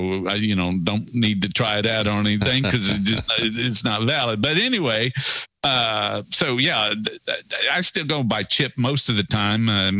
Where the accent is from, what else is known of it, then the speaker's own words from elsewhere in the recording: Joplin, Missouri, United States; born there; also born or lived in Kansas City; Yeah, well, actually, I was born in Kansas City, and my family and I, we lived in Kansas City the first 5 years of my life. And then we moved to back down to Joplin. My parents were originally from Joplin anyway